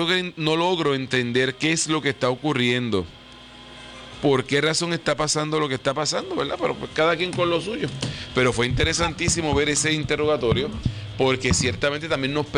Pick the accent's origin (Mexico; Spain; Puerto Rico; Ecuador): Puerto Rico